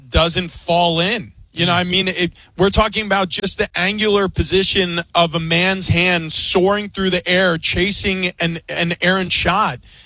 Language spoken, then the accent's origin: English; New York, United States; And I grew up in New York. I grew up a Knicks fan.